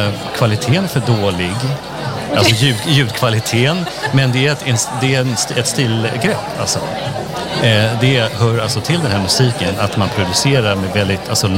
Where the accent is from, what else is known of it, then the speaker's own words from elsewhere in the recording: Germany; now in Malmö, Sweden; Jag är uppväxt i Tyskland faktiskt, så är ganska ny i Sverige. Jag är svensk, men uppväxt i Tyskland, och jag har just flyttat tillbaka till Sverige